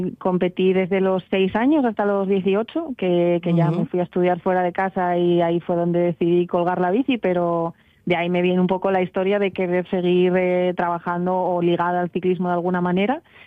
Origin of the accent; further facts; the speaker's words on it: Grado, Asturias, Spain; yo me cogí un avión para venir a las fiestas de Grau, que yo soy de Grau